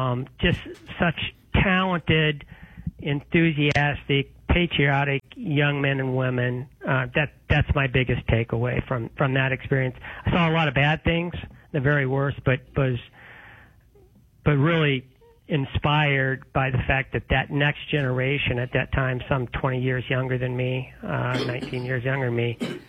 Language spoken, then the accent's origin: English; Charleston, Illinois, United States; I grew up in Charleston